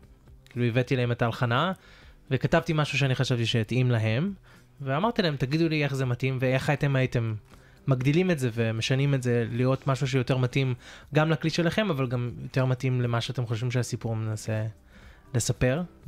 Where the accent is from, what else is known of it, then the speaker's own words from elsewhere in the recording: Australia; כי ההורים שלי שניהם ישראלים, וכל אחד, כאילו כל אחד מאיתנו נולד במדינה אחרת, ודי גדלנו פה באוסטרליה.